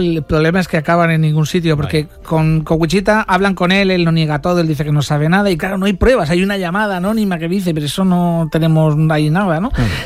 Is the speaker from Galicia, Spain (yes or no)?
no; Region of Murcia, Spain; yo como murciano, que no soy de aquí